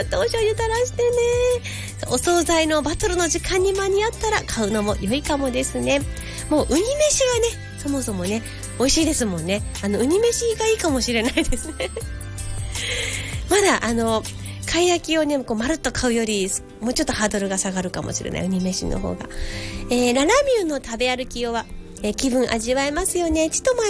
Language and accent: Japanese; Iwaki, Fukushima, Japan; 私たちいわき市民も